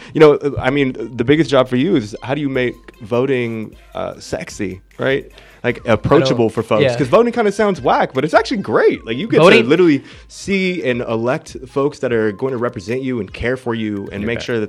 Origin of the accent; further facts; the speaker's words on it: Redlands, California, United States; born there; I was born in Redlands too, for real.